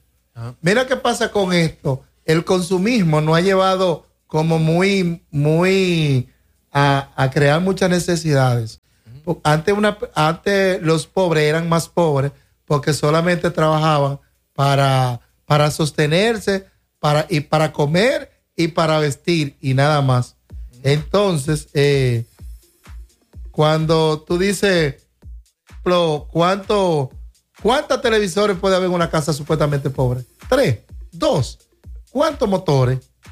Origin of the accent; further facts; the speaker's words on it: Dominican Republic; nosotros como dominicanos